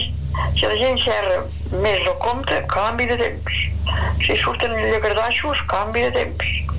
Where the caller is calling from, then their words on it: Santa Pau, Catalonia, Spain; de Santa Pau